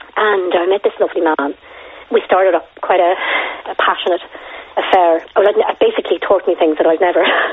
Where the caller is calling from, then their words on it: Ireland; I'm from Ireland.